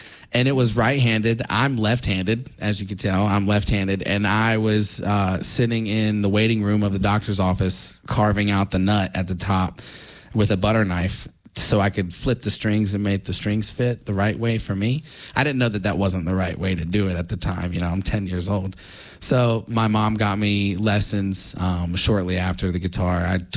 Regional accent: Huddleston, Virginia, United States; also born or lived in Sacramento, California; I was raised in Huddleston, Virginia, right around Smith Mountain Lake. I was raised on a farm

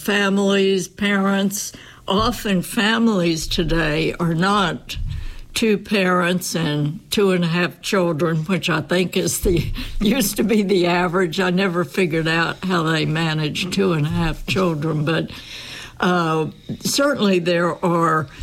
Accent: Bluefield, West Virginia, United States; moved away as an adult; also born or lived in Atlanta, Georgia; now in Athens, United States; I grew up in Blueville, West Virginia, went to Blueville High School, went on to West Virginia University, and certainly am a loyal Mountaineer of the WVU teams.

